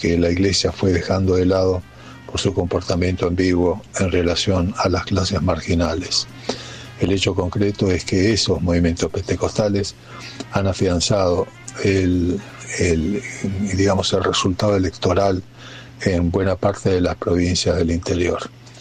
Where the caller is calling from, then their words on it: Spain; de España.